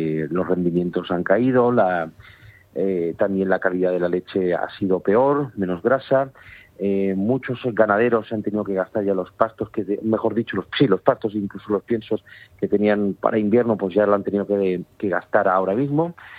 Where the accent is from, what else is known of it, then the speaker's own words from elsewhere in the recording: Spain; now in Brussels, Belgium; como españoles residentes en Bruselas